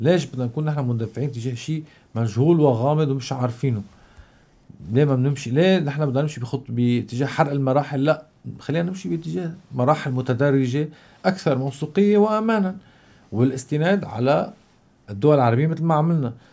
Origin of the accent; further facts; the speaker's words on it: Tripoli, North Governorate, Lebanon; يعني انا من طرابلس اللي تعتبر هي العصب السني الاقوى